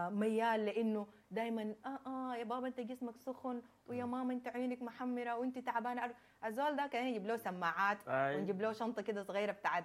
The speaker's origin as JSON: {"language": "Arabic", "country": "Sudan", "said": "الظروف اللي مرينا بها كسودانيين"}